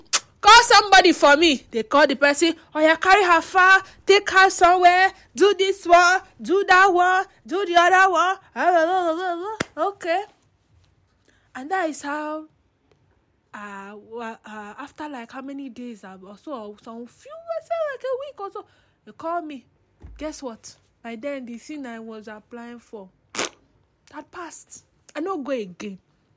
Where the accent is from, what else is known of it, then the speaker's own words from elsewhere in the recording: Bayelsa, Nigeria; born there; moved away; like my home state, Bayelsa State